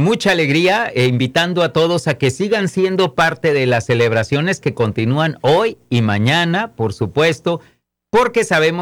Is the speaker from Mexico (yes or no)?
yes; Mexico; Padre, yo como buen mexicano tengo una pregunta.